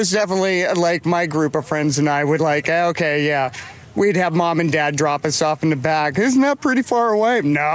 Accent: Salem, Oregon, United States; I grew up in Salem.

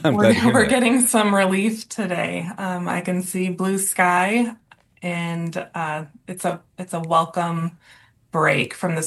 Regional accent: Oregon, United States; I'm from Central Oregon. Okay. I live right next door in Redmond

